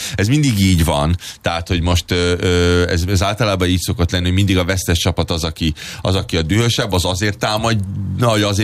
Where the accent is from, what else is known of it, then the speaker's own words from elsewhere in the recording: Hungary; ha lenne magyar csapat, én is kimennék, mint magyar